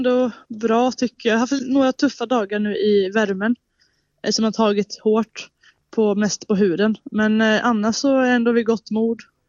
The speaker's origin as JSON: {"language": "Swedish", "town": "Leksand", "region": "Dalarna County", "country": "Sweden", "moved": "yes", "lives_now": "Falun, Sweden", "said": "jag kommer så från Leksand i Dalarna och flyttar oss i Falun kommunen bredvid."}